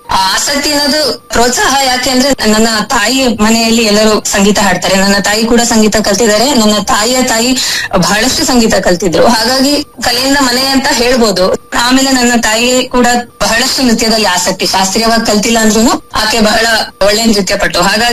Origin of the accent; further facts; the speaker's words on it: Shivamogga, Karnataka, India; ನನ್ನ ಪರಿಚಯ ಹೇಳಬೇಕು ಅಂದ್ರೆ, ನಾನು ಶಿವಮೊಗ್ಗದಲ್ಲಿ ಜನಿಸಿ ಬೆಳೆದಿದ್ದು.